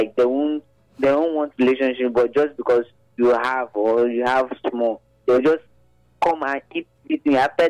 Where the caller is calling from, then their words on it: Nigeria; from GRA.